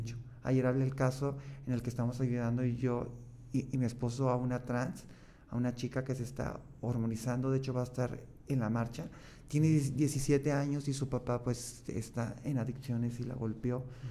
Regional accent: Guadalajara, Jalisco, Mexico; moved away; yo no soy de aquí, yo soy de Guadalajara

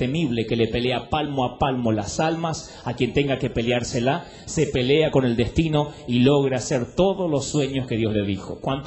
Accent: Argentina; born there; todos aquellos que nacimos en la Argentina de los 60, en la Argentina pobre, paupérrima

